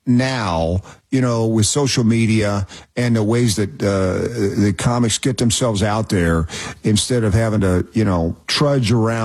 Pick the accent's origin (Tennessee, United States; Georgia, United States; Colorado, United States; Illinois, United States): Tennessee, United States; Knoxville; my hometown of Knoxville, Tennessee